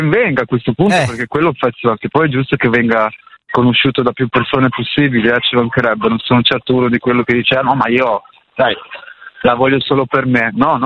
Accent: Pietra Ligure, Liguria, Italy; Io sono di Pietraligure.

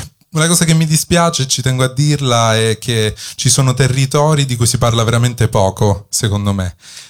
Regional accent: Calabria, Italy; moved away as an adult; la mia terra, che insomma ho lasciato 5 anni fa

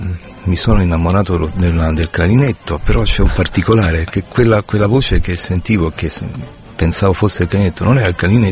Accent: Rome, Lazio, Italy; born there; also born or lived in Caltanissetta, Sicily / Battaglia Terme, Padua / Como; dopo 3-4 anni, avevo già 10 anni, sono andato a Roma, quinta elementare

